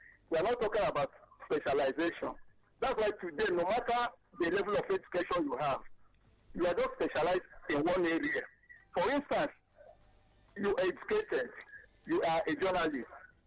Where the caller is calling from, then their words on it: Lagos, Nigeria; I'm calling from Mesa in Lagos.